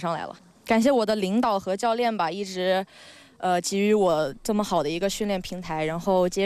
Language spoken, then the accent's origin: Chinese; Wuhan, Hubei, China; 因为其实我本身就是武汉长大的嘛，我就是本土这个本地人